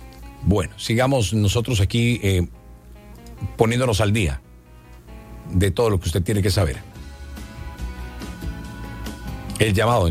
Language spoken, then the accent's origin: Spanish; Colombia; Como colombianos tenemos que levantar el país.